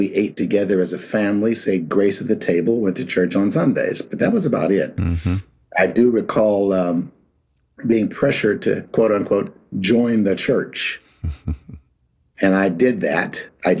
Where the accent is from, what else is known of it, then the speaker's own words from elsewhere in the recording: Pittsburgh, Pennsylvania, United States; But that's where I grew up in Pittsburgh, and I had a really low self-image really growing up.